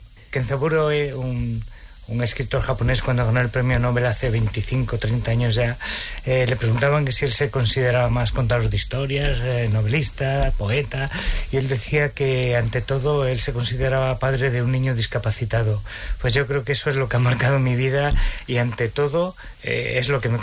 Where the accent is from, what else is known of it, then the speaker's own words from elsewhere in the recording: Guadalajara, Castilla-La Mancha, Spain; also born or lived in Barcelona / Villa del Río, Córdoba (parents); siendo muy, muy pequeño, pues nos trasladamos a Guadalajara y, bueno, todos mis recuerdos son de aquí